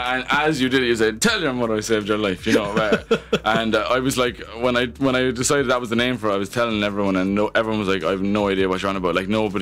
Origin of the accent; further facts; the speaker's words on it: Cobh, Munster, Ireland; The album is all kind of about my hometown of Cove